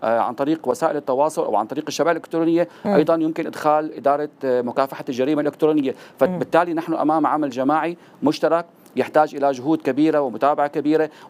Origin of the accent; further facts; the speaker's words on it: Syria; احنا في عندنا بسوريا